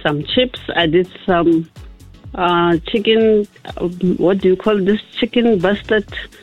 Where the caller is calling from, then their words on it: Mabopane, Gauteng, South Africa; From Mabopane.